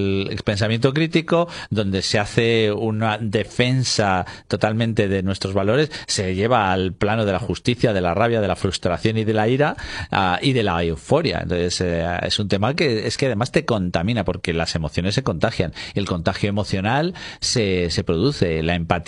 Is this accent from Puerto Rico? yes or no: no; Spain; por una vez los españoles